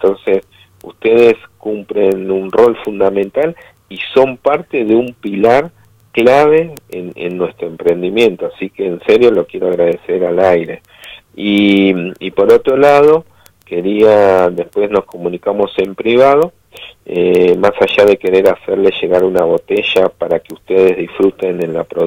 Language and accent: Spanish; Argentina; lo que sentimos como argentinos cuando juega la selección